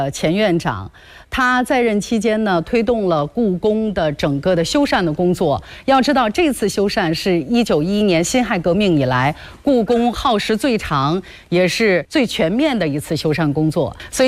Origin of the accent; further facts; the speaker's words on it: Shanxi, China; 其实我和郑老呢是半个老乡，郑老是陕西渭南人，我是山西晋南人。那我觉得咱俩用家乡话吧